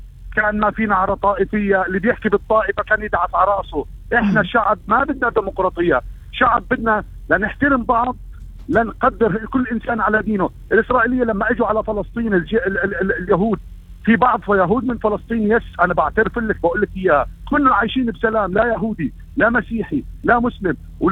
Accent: Jordan; also born or lived in Palestine; انا من الاردن ومن فلسطين

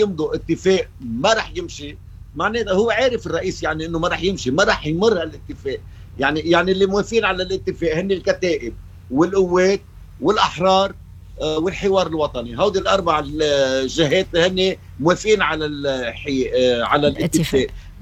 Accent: Lebanon; لأنه نحن بيصير في عنا دفاع دولي بيدافع عن لبنان،

